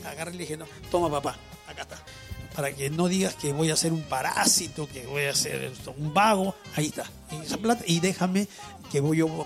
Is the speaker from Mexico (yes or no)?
no; Piura, Peru; moved away; vengo de Piura